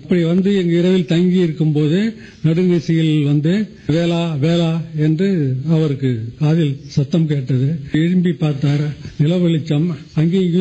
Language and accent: Tamil; Kanjamnathanpettai, Tamil Nadu, India; நான் பிறந்து வளர்ந்த ஊர் கஞ்சம்நாதன்பேட்டை.